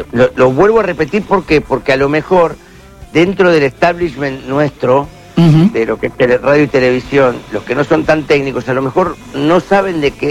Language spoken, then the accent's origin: Spanish; El Palomar, Buenos Aires Province, Argentina; Porque somos de Palomar, por cuestiones de barrio.